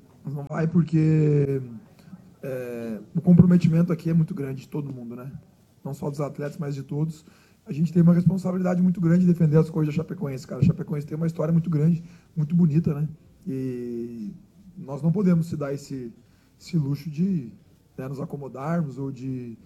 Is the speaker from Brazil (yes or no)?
yes; Southern Brazil, Brazil; sou lá do Sul